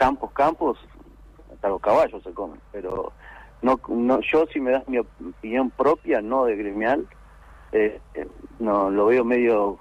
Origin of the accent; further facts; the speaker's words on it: Chubut, Argentina; yo soy de Chubut y lucho por Chubut.